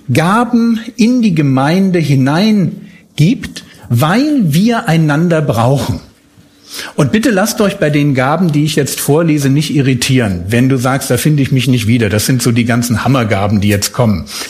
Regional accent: Berlin, Germany; bin ja aus Berlin

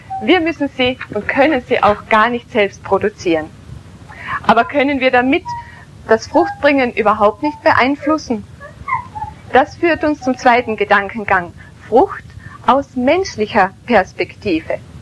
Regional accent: Austria; moved away as an adult; now in Germany; Ich bin Österreicherin und komme aus einem katholischen Elternhaus

